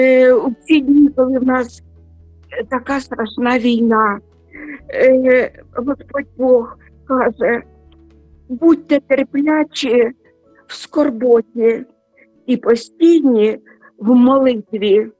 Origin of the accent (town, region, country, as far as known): Sumy, Sumy Oblast, Ukraine; born or raised there